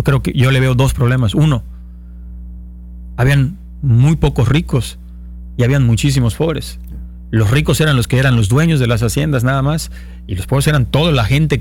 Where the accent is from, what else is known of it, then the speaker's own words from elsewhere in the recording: Yucatán, Mexico; No nos preparamos como yucatecos